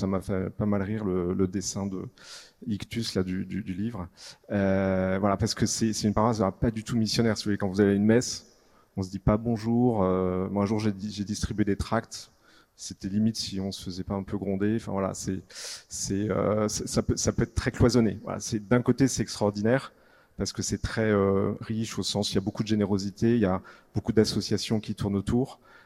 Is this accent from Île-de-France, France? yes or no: yes; Paris, Île-de-France, France; Donc on est parisien, on vit dans le 16e à Paris et notre paroisse c'est Saint Honoré des Laux.